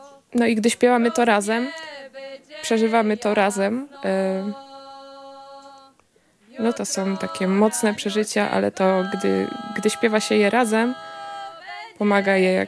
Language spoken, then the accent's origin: Polish; Opole Voivodeship, Poland; No bo ja się wychowywałam na wsi, w Opolskim.